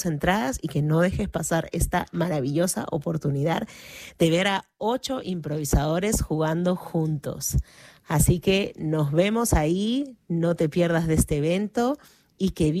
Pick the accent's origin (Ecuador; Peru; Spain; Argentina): Peru; now in Wellington, New Zealand; soy actriz peruana y también soy la profe del taller de impro teatral en español aquí en Wellington.